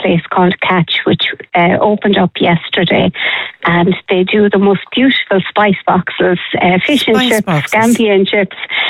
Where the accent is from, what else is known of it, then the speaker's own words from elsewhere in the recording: Spanish Point, County Clare, Ireland; And I'm actually from Spanish Point, so I'm heading back that direction this evening.